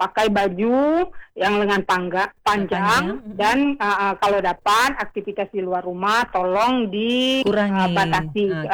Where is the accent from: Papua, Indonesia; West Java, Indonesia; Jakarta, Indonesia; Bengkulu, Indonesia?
Bengkulu, Indonesia; kita sebagai warga Kota Bengkulu